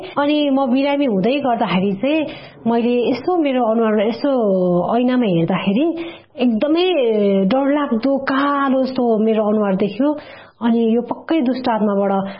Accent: Sindhuli, Bagmati, Nepal; moved away; मेरो घर चाहिँ सिन्धुली हो र हाल चाहिँ म यहाँ सागा छेउमा बस्छु

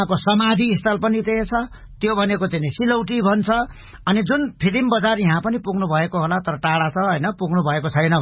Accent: Koshi Province, Nepal; भारत सिक्किम र नेपालको सिमाना जोडिएको ठाउँलाई चाहिँ तीन सिमाना हुन्छ. त्यो मेरो गाउँमा पर्दछ.

